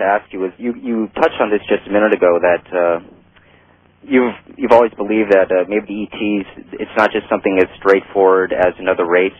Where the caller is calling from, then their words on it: Portland, United States; I'm calling from Portland.